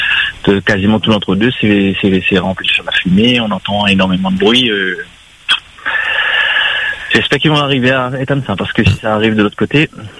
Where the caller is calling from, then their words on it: Entre-Deux, Réunion; je suis de l'entre-deux